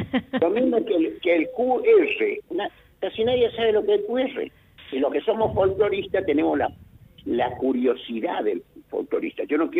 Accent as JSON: {"language": "Spanish", "town": "Curuzú Cuatiá", "region": "Corrientes", "country": "Argentina", "said": "Yo soy correntino curuzucoatiano"}